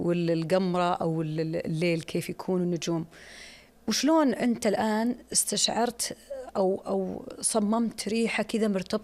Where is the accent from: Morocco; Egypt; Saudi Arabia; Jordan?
Saudi Arabia